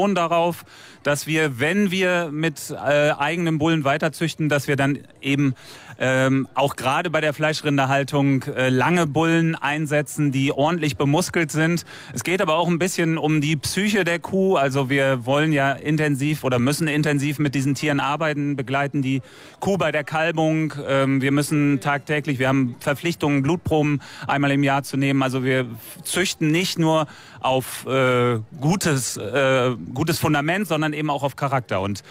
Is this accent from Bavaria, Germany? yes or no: no; Bad Sülze, Mecklenburg-Vorpommern, Germany; Wir kommen hier aus Bad Sülze, ganz in der Nähe, und haben einen landwirtschaftlichen Betrieb